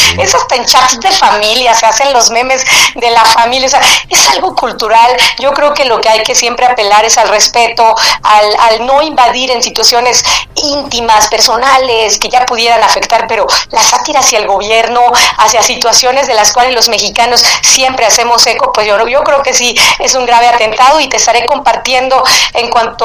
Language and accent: Spanish; Mexico; Ese sería el llamado a estar unidos como mexicanos en contra de legislaciones como lo que hoy está sucediendo